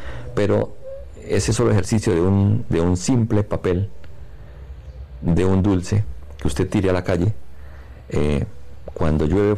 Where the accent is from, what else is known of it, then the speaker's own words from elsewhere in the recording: Colombia; allí en Iscalá Centro, de donde soy